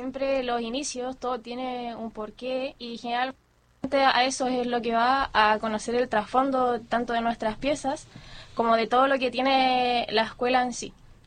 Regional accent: Linares, Maule, Chile; Nosotros dos somos de Linares.

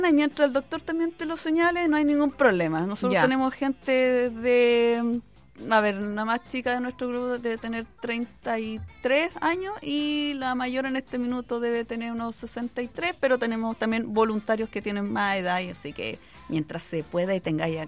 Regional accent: Valparaíso, Chile; Mira, y como salimos de distintas partes, pues como te digo, somos de Concón, Viña, Valparaíso, etcétera, nos vamos organizando para irnos en los autos respectivos.

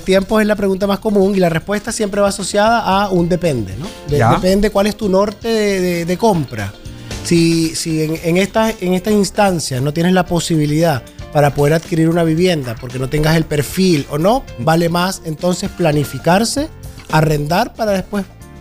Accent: Maturín, Monagas, Venezuela; En Maturín, Estado Monagas.

